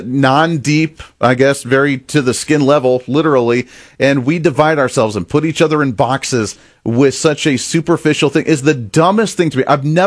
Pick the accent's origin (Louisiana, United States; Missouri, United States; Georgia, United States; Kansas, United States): Kansas, United States; I come from Kansas. That's how we were founded as a state, was to end slavery and separation.